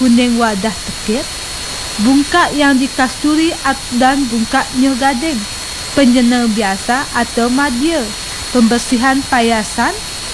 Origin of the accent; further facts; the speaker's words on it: Bali, Indonesia; Kita sebagai orang Bali tidak terlepas dari kata Banten